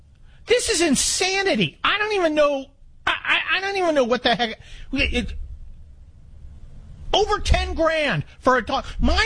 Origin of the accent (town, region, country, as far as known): Scotland, United Kingdom